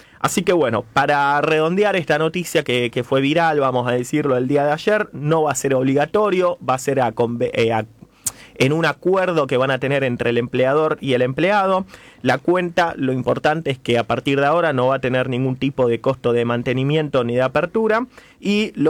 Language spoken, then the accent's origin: Spanish; Argentina